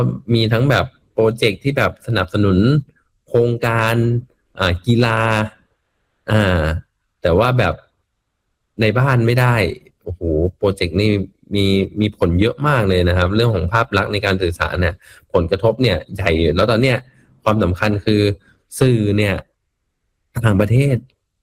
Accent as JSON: {"language": "Thai", "region": "Bangkok", "country": "Thailand", "said": "เพราะเราคนกรุงเทพเนาะเราเห็นความเปลี่ยนแปลงในกรุงเทพอ่ะค่อนข้างเยอะ"}